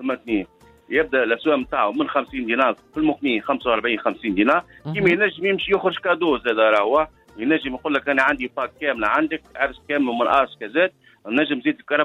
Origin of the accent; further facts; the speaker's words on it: Moknine, Monastir Governorate, Tunisia; also born or lived in Tunis; بلادي منسير وبلادي مقين